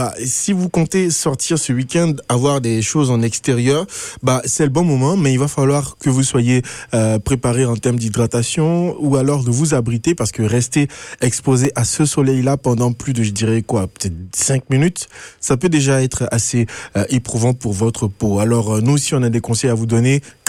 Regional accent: Côte d’Ivoire; now in Winnipeg, Canada; chez moi en Côte d'Ivoire.

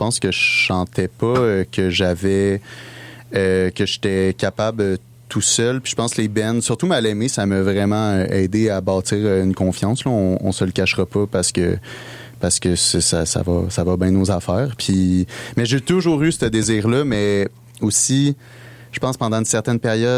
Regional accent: Farnham, Quebec, Canada

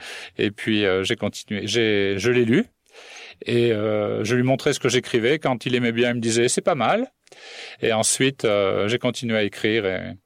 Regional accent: Southern France, France; moved away as an adult; also born or lived in Paris, France / Nova Scotia, Canada / Greenfield Park, Quebec, Canada; now in Saint-Hubert, Canada; je suis né en France. Je suis né à Paris, j'ai grandi dans le sud de la France. Okay. Donc, ça m'a marqué. Et puis après, on est allé dans l'ouest de la France. Et je suis allé, en 98, j'ai émigré en Nouvelle-Écosse. Mmh. J'y suis resté 13 ans.

